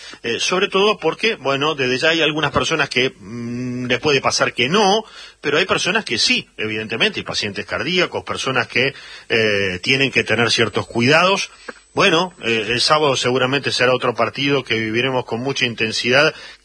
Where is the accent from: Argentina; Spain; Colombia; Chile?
Argentina; desde ya por nuestra propia pertenencia como argentinos